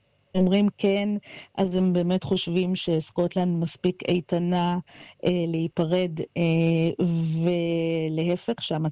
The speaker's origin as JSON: {"language": "Hebrew", "country": "United Kingdom", "lives_now": "Scotland, United Kingdom", "said": "אני כשלעצמי בריטית"}